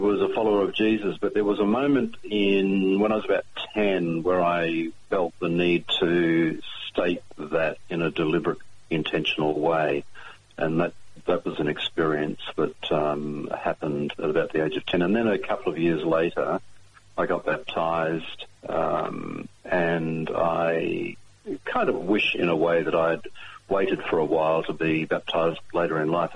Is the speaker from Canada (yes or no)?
no; Geraldton, Western Australia, Australia; also born or lived in Narrogin; I was born in a country town called Narrogin, but really I was raised in Geraldton, a seaside town noted for cray fishing or lobsters and the centre of just a lot of agriculture and mining activity on the midwest coast of Western Australia.